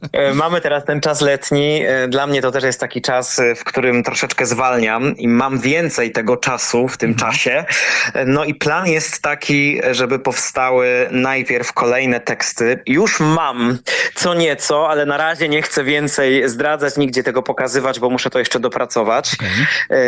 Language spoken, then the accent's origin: Polish; Tychy, Silesian Voivodeship, Poland; Tychę. Tak, tak, tak. Moje rodzinne miasto.